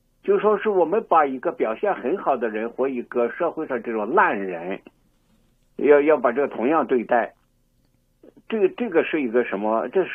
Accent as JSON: {"language": "Chinese", "country": "China"}